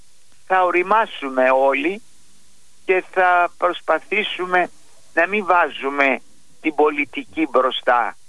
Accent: Greece; εμείς την Εκκλησία της Ρωσίας, οι Έλληνες, την αγαπάμε.

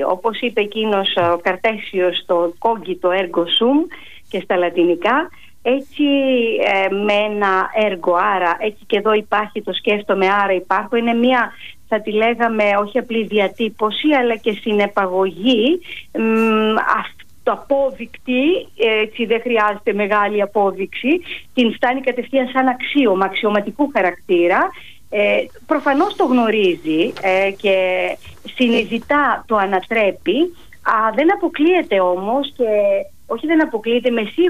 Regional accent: Ioannina, Epirus, Greece; κατάγομαι από τα Γιάννενα, σε χωριά των Ιωαννίνων

